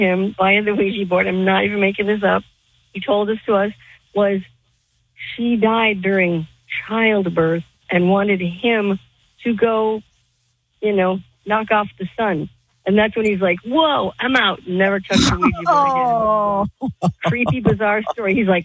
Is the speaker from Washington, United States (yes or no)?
no; Madison, Wisconsin, United States; I grew up in Madison, Wisconsin